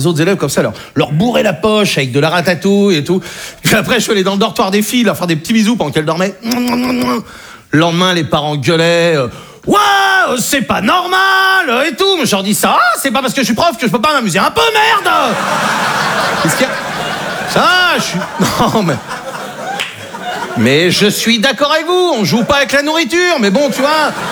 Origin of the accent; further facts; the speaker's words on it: Brittany, France; je suis breton, j'ai 20 ans.